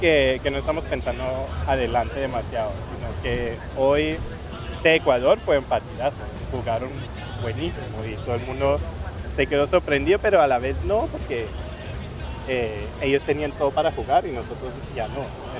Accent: southwest, Germany; Spanish is a second language; Yo soy alemán.

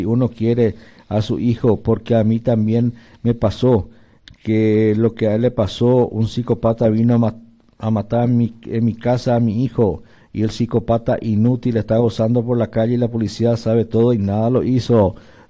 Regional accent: Pedro Juan Caballero, Amambay, Paraguay; Soy de Pedro Juan Caballero al 100%.

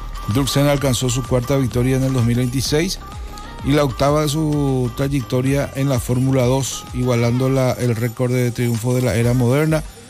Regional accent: Paraguay; nos pone muy contento como paraguayos

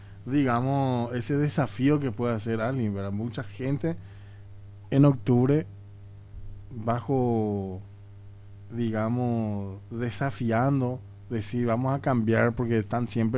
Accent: Paraguay; somos democráticos los paraguayos

